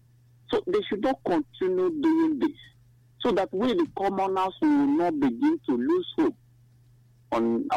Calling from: Nigeria; I'm calling from Babi Nimbo.

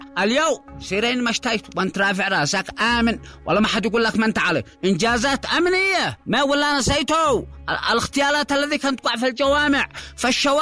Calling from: Sanaa, Amanat Al Asimah, Yemen; عندنا في صنعاء

